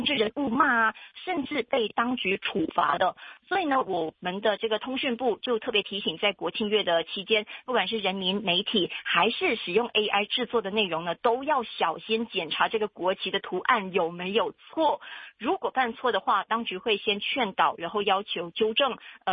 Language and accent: Chinese; Malaysia; 我们马来西亚人